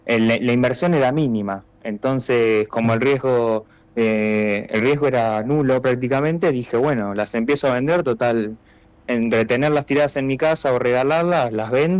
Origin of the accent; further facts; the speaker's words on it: La Plata, Buenos Aires Province, Argentina; nosotros somos de La Plata